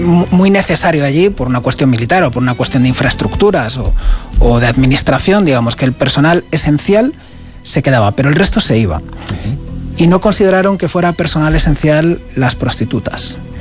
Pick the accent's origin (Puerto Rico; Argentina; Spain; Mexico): Spain; Ellos son conscientes de que la sensación que tenemos como pueblo español hacia el pueblo saharaui es un sentimiento de afecto